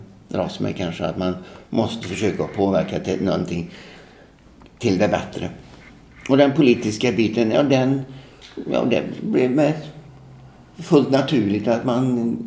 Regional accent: Tidaholm, Västra Götaland County, Sweden; Jag växte upp i Tidaholm

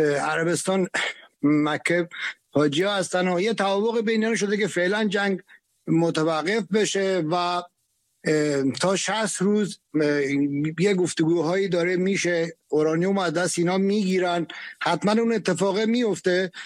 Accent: Mazandaran, Iran; من از مازندرانم، با اسم مستعارم دارم با شما صحبت میکنم

